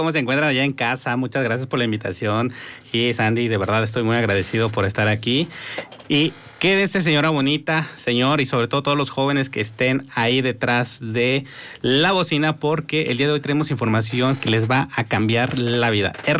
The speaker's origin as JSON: {"language": "Spanish", "town": "San Andrés Cholula", "region": "Puebla", "country": "Mexico", "said": "la región de la que provengo es de San Andrés Cholula y de un pueblo llamado San Bernardino Tlaxcalancingo."}